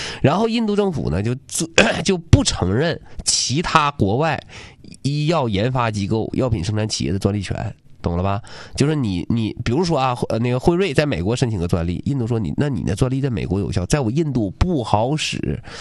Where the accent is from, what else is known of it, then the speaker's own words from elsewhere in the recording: Liaoyuan, Jilin, China; 比如说我辽源人，我以后改网名干啥？我以后改网名， … ，为了纪念我的老家啊